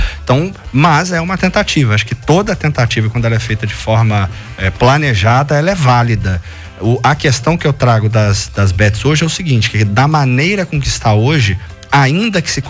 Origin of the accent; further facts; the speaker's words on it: Rio de Janeiro, Brazil; eu sou carioca